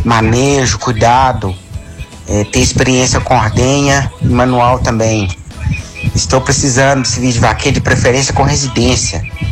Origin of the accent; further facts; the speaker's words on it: Virginópolis, Minas Gerais, Brazil; now in Santo Antônio do Monte, Brazil; eu sou natural de Virginópolis, Minas Gerais.